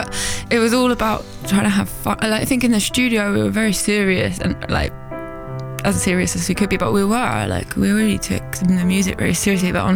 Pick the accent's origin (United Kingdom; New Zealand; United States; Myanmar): United Kingdom; Holloway, London; Yeah, I think I grew up in Holloway, so it's around the corner from Finsbury Park